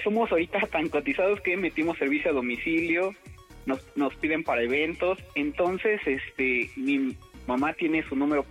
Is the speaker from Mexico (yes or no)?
yes; San Cristóbal de las Casas, Chiapas, Mexico; also born or lived in Mexico City; Es que a mi mamá le ofrecieron trabajo y pues nos trajo.